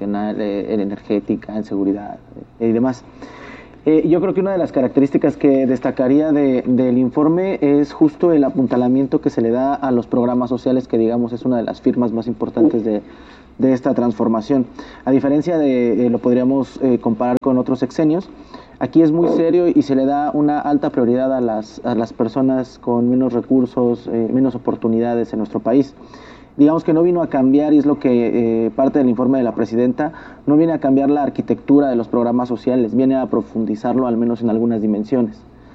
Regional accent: Mexico

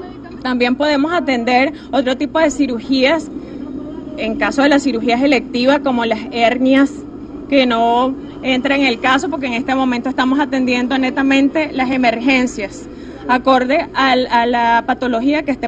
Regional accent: Venezuela

